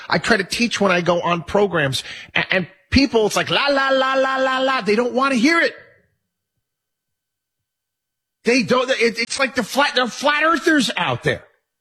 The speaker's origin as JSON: {"language": "English", "town": "Albany", "region": "New York", "country": "United States", "tie": "born or raised there", "said": "I grew up in Albany, New York. I saw a lot of that."}